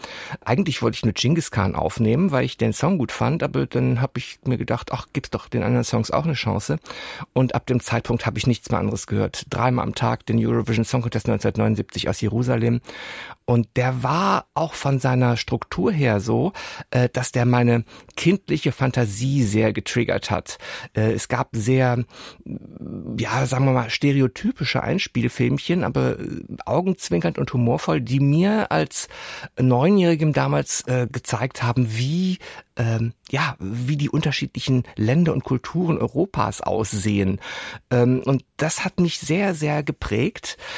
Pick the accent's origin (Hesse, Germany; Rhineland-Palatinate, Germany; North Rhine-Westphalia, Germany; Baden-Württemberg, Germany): Hesse, Germany; first language French; Ich bin im Hessischen groß geworden, in einem 600-Seelendorf. Und wenn man da mit einem französischen Akzent in die Schule gegangen ist, war man schon der Exot.